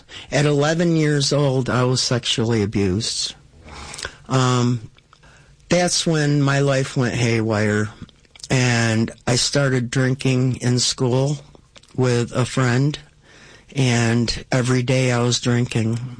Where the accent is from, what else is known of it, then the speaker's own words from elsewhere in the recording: New York, United States; We grew up in the Adirondacks in New York. My grandfather had a farm, and we were raised on the farm